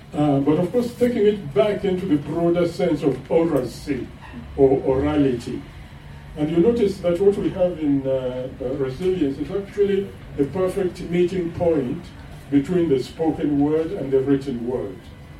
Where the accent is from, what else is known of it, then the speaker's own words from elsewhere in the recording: Uganda; moved away; also born or lived in Nairobi, Kenya; when I eventually left Nairobi and got back to my home country, Uganda